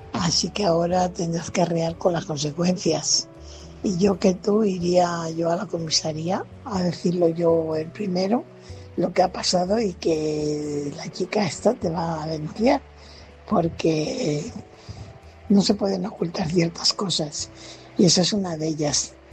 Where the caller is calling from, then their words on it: Fuenlabrada, Community of Madrid, Spain; corresponsal de Fuenlabrada.